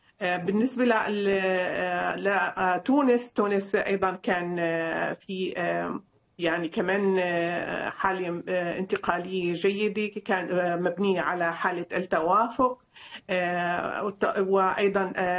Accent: Syria; نحن كسوريين لدينا تجاربنا في مع الاستبداد لسنوات طويلة

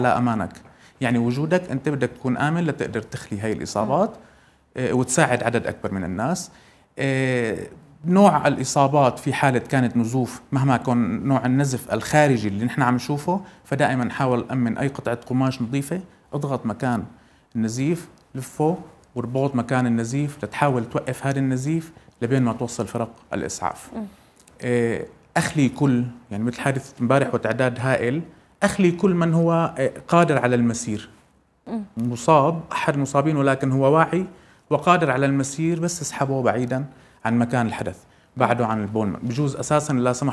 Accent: Syria

